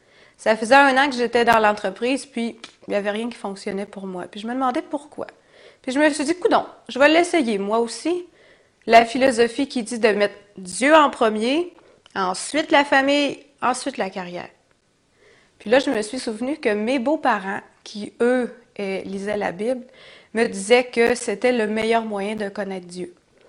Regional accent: Saguenay, Quebec, Canada; moved away as an adult; j'étais seule dans cette région-là parce que je venais du Saguenay, puis j'étais à Québec, mon chum n'avait pas de famille là non plus, j'étais toute seule.

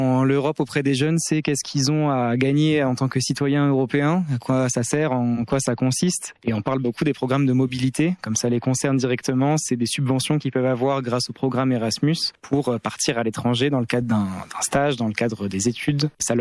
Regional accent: Montpellier, Occitanie, France; Moi j'ai 25 ans et je viens de Montpellier

